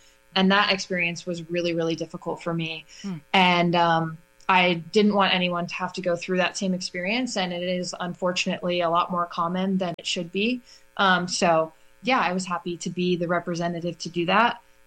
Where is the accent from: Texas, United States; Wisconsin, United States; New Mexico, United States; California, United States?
Wisconsin, United States; Whitewater; my hometown of Whitewater, Wisconsin